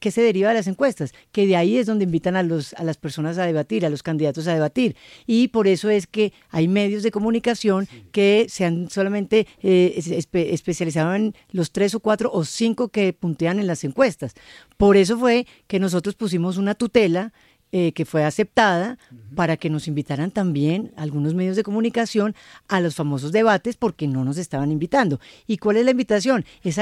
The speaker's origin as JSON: {"language": "Spanish", "country": "Colombia", "said": "lo digo como colombiana."}